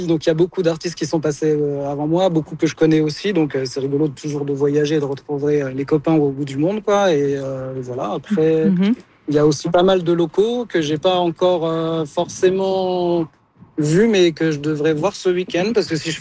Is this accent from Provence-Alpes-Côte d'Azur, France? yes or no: no; Nancy, Grand Est, France; De Nancy, en France.